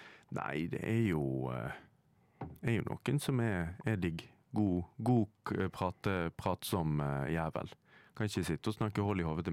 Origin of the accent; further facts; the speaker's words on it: Bergen, Vestland, Norway; now in Oslo, Norway; Jeg jo fra Bergen